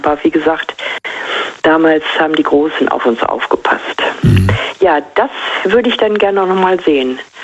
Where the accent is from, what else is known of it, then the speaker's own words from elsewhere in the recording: Germany; ich bin auf dem Land groß geworden und die Weser war halt im Sommer unser absoluter Treffpunkt